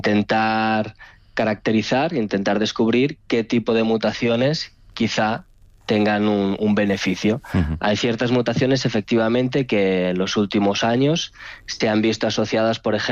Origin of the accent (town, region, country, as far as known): Barcelona, Catalonia, Spain